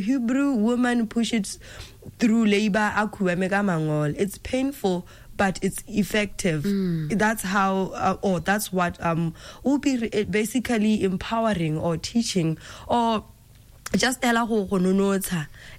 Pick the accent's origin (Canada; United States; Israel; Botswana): Botswana; Kanye, Southern District; is a young woman, a Motswana woman, a mother, a worshipper, and a minister by calling. And I grew up in Kanye